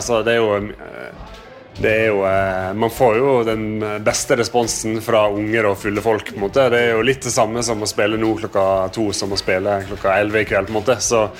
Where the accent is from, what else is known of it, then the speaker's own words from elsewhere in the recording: Western Norway, Norway; så jeg er jo vestlending, så jeg er vant til litt vær og regn og vind